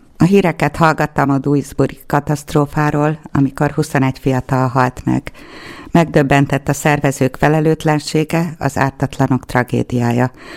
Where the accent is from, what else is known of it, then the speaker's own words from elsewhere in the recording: Csongrád-Csanád, Hungary; Szülőföldem Szeged környéke visszahúz, de a Bükk csodálatos tájét sem hagynám el soha.